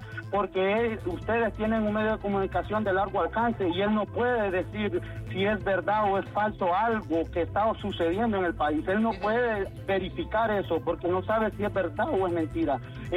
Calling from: Honduras; Yo estoy dispuesto, como hondureño, como ciudadano hondureño.

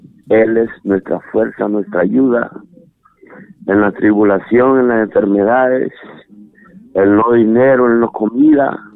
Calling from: Honduras; hablamos de aquí de Brisas de San Manuel.

